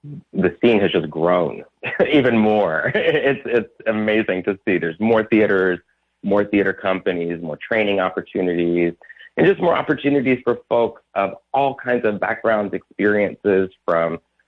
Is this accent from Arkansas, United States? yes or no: yes; Arkansas, United States; Growing up in Central Arkansas, of course, going back and forth to visit friends.